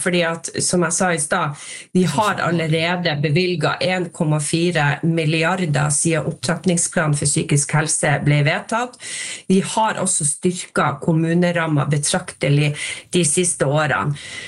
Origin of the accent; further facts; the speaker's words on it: Nordland, Norway; jeg kommer selv fra Nordland.